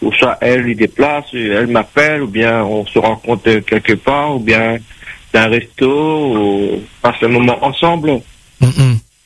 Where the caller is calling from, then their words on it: Saint-Louis, Réunion; Mmh. J'habite à la rivière Saint-Louis.